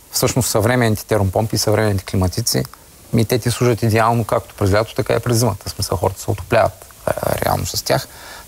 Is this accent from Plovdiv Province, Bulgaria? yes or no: no; Yambol, Yambol Province, Bulgaria; born there; Аз съм от Ямбол. Там жегите бяха ежедневие. Те и сега са ежедневие.